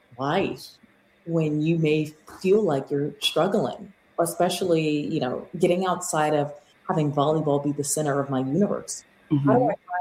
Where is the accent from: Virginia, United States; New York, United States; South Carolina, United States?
South Carolina, United States; My older sister had gone to Clemson. I grew up in South Carolina. Like that was my dream school.